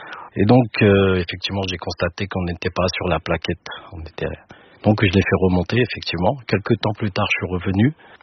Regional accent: Mantes-la-Jolie, Île-de-France, France; on vient des Yvelines. Donc qui dit les Yvelines, déjà, dit hein

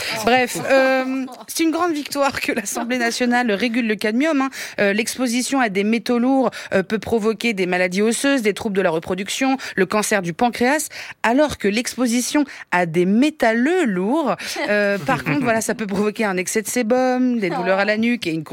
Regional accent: Italy

